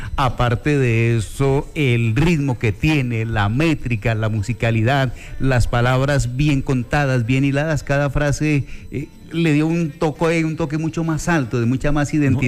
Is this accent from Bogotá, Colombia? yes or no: no; Tasco, Boyacá, Colombia; En mi pueblo que es Taxco le dicen a uno los chocantes